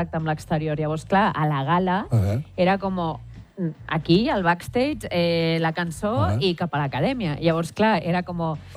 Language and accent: Catalan; Catalonia, Spain; first language Spanish; Catalan is a second language; moved away as an adult; now in Madrid, Spain; sóc catalana, parlo català.